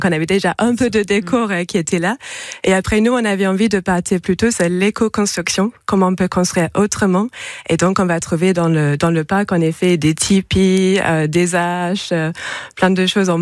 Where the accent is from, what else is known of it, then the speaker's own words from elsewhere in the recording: West Midlands, United Kingdom; French is a second language; now in France; Moi, je suis britannique, je viens d'à côté de Birmingham, même si ça fait maintenant pas mal de temps que je suis en France.